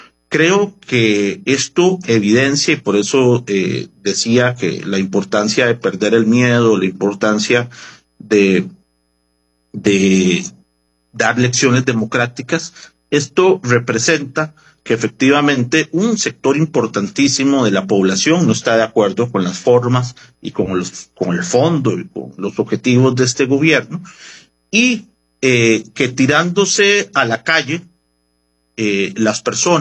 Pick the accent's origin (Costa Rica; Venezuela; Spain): Costa Rica; nuestra propia historia como costarricenses